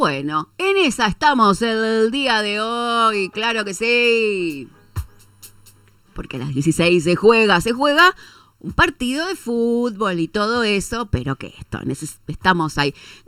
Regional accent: Argentina; necesitamos un poco esa épica como pueblo argentino

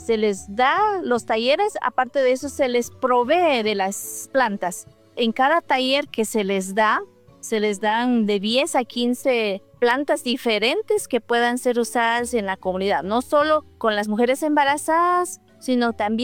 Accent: Guatemala; first language Q'eqchi'; Tenemos una planta que nosotros en nuestro dialecto aquí en esta región que se habla Ekchi, se llama Tiekualba.

